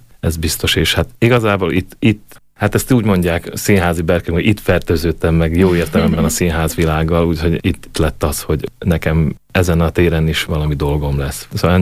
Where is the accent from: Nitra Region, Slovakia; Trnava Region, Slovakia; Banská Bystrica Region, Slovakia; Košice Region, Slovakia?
Nitra Region, Slovakia; Kolárovo; Én a rockzenekarban énekeltem … Gútán, szülővárosomban